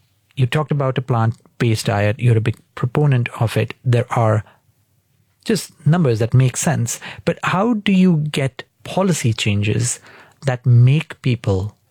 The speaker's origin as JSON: {"language": "English", "country": "India", "tie": "born or raised there", "moved": "as an adult", "said": "I grew up vegetarian in India. The first time I ate beef was when I came to this country studying in university."}